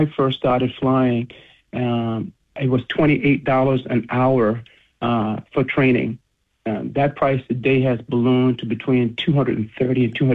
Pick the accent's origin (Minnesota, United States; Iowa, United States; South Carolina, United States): South Carolina, United States; Edisto Island; I'm originally from Edisto Island, and I went to Baptist Hill High School, and was fortunate enough to be taught by some very dedicated people.